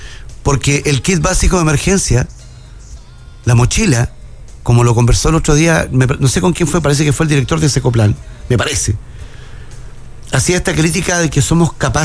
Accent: Antofagasta, Chile; los que somos de Antofagasta, nos quedamos sin agua

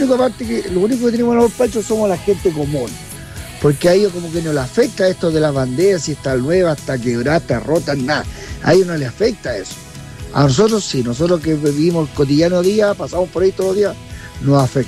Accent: Santiago, Santiago Metropolitan Region, Chile; now in Antofagasta, Chile; no es solamente el problema acá en Antofagasta, yo soy de Santiago y pasa exactamente en todos lados el mismo problema

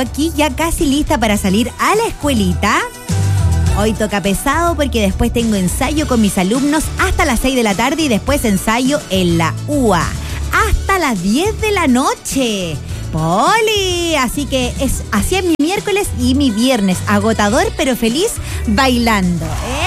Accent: Dominican Republic; soy de la RD

